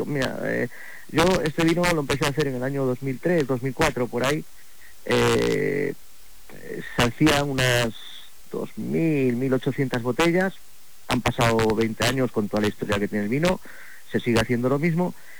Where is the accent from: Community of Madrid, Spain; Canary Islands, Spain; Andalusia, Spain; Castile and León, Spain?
Castile and León, Spain; El Bierzo; esto en el Bierzo lo hemos desarrollado mucho, sobre todo en mi pueblo